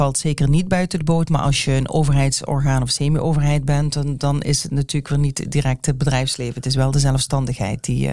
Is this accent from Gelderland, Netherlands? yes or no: no; Limburg, Netherlands; trots als Limburger zijn we zeker.